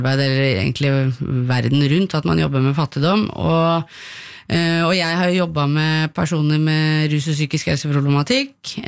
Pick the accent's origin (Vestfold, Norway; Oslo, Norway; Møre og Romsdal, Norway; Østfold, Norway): Oslo, Norway; jeg vokste opp på Tøyen, er det noen av dere som kjenner til Kolstadgata 7?